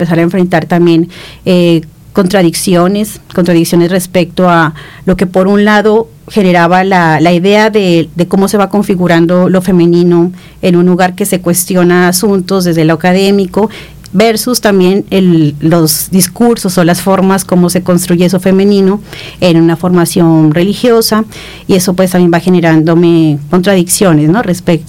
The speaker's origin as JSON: {"language": "Spanish", "town": "Pasto", "region": "Nariño", "country": "Colombia", "tie": "born or raised there", "said": "Bueno, yo soy nacida en la ciudad de Pasto. Ahí crecí en un barrio que se llamaba el Barrio Obrero. Toda mi familia creció y hizo su familia en ese mismo barrio."}